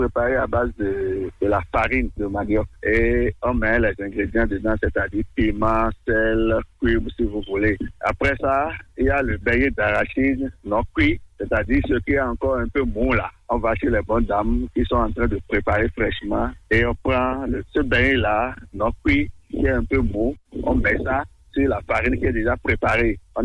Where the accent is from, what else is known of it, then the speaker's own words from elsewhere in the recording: Covè, Zou, Benin; Vous savez que le beignet d'arachide, là, ça a sa spécialité chez nous à Agonly-Covet. C'est là-bas qu'on prépare ça. Donc, c'est une invention de nos aïeux.